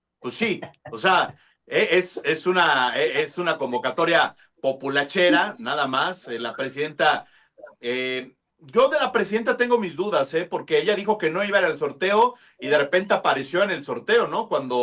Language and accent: Spanish; Mexico